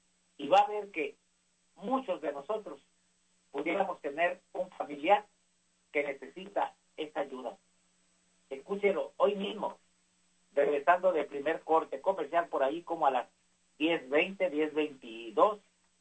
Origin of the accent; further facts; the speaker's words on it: Mexico; now in United States; No importa que vivamos acá de este lado, pero somos mexicanos y nos sentimos mexicanos, y muchas veces más mexicanos que los que viven en México